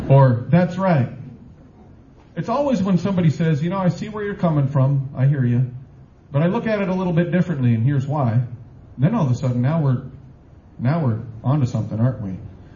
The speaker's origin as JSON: {"language": "English", "town": "Decorah", "region": "Iowa", "country": "United States", "tie": "born or raised there", "said": "When I was growing up in Decorah, four important parts of my upbringing, going to church, hunting, fishing, and my first job, which taught me a lot, catching chickens."}